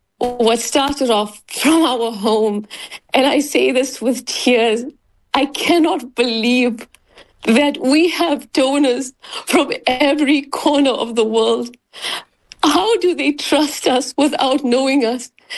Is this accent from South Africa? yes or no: yes; South Africa; moved away; As a South African